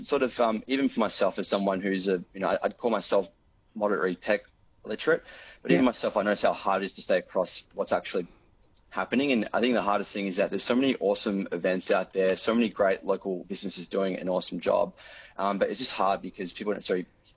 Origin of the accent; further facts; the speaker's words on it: Albany, Western Australia, Australia; I grew up in Albany, went to school at Albany Primary School, went to school in Albany Senior High School. Loved growing up in the region